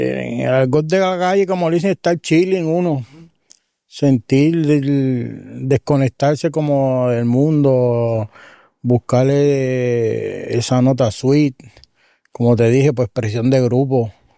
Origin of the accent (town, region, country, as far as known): Las Piedras, Puerto Rico; born or raised there